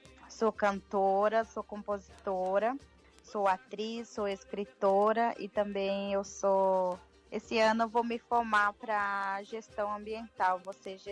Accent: Amambai, Mato Grosso do Sul, Brazil; first language Guarani Kaiowá; Portuguese is a second language

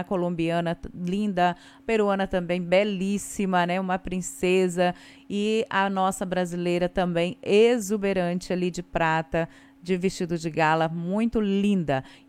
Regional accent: Brazil; Nós, é claro, como bons brasileiros

